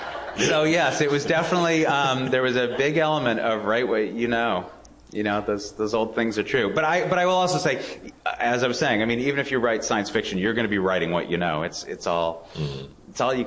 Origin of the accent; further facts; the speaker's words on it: California, United States; I'm from Orange County, and I always thought, boy, that's going to be a limitation.